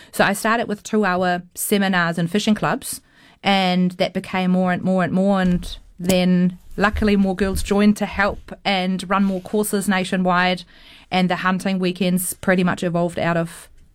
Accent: Germany; moved away as an adult; now in New Zealand; I'm originally from Germany. I came in 2012 to New Zealand

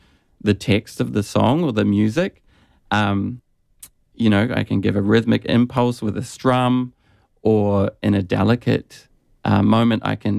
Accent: Timaru, Canterbury, New Zealand; I'm from New Zealand.

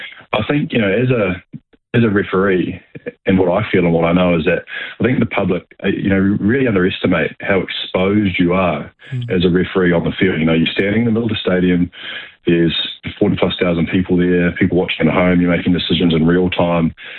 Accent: New Zealand; growing up in New Zealand, we grew up this sport.

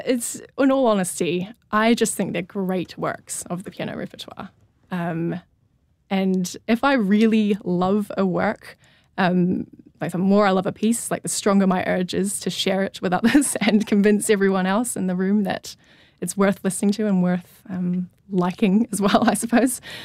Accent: Wellington, New Zealand; so I grew up in Tawa

